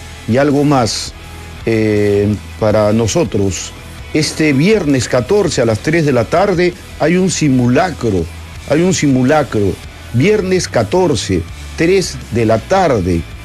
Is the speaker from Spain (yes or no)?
no; Peru; somos mitad colombianos nosotros, y sí, madre colombiana, padre peruano.